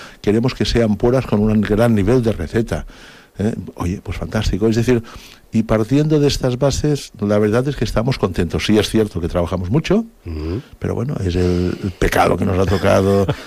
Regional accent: Ibiza, Balearic Islands, Spain; de pequeño, aquí en Ibicenco, lo que hemos dicho siempre

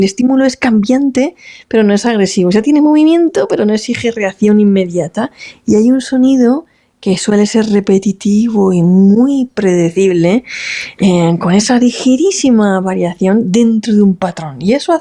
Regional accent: Alicante, Valencian Community, Spain; yo, por ejemplo, que soy del Mediterráneo, de Alicante

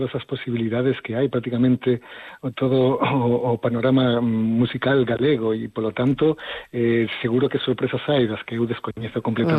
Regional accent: Ourense, Galicia, Spain; Teño que decir, e aquí teño que sacar a miña parte de patriota chico, que además como ourensán que son...

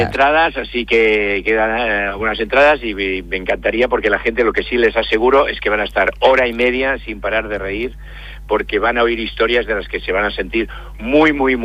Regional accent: Barcelona, Catalonia, Spain; also born or lived in Badalona; Yo nací en Badalona, pero vivo en Barcelona, sí, de toda la vida, sí.

